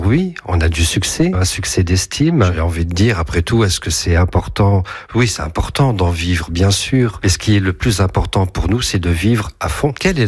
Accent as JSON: {"language": "French", "town": "Nancy", "region": "Grand Est", "country": "France", "tie": "born there", "moved": "yes", "lives_now": "Malicorne-sur-Sarthe, France", "said": "j'ai 55 ans et je suis né à Nancy. J'habite à Malicorne-sur-Sarthe depuis une quarantaine d'années"}